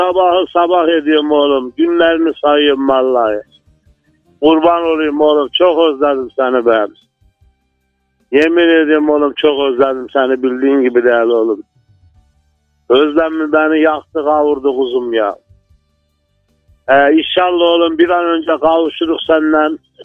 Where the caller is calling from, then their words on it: Ceyhan, Adana, Turkey; Adana Ceylan'dan arıyorum ben.